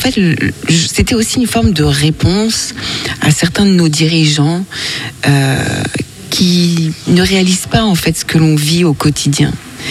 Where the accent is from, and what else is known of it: France